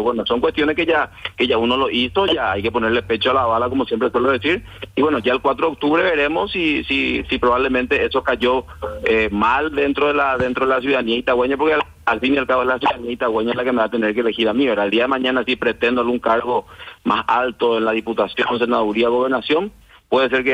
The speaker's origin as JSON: {"language": "Spanish", "country": "Paraguay", "said": "Nosotros creo que si algo tenemos que entender nosotros como paraguayos primero"}